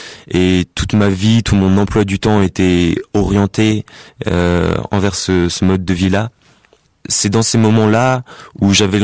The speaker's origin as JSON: {"language": "French", "region": "Grand Est", "country": "France", "tie": "born there", "said": "J'ai 19 ans, je suis né en Alsace."}